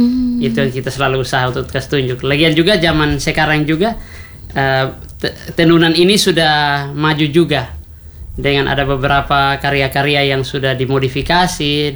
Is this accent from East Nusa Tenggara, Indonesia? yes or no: yes; East Nusa Tenggara, Indonesia; Karena beta rasa ini orang harus tahu beta dari NTT.